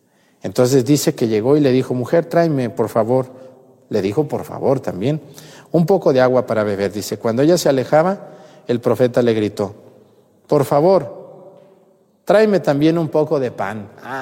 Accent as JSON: {"language": "Spanish", "region": "Jalisco", "country": "Mexico", "moved": "yes", "lives_now": "Guerrero, Mexico", "said": "a mí como sacerdote que soy de Jalisco"}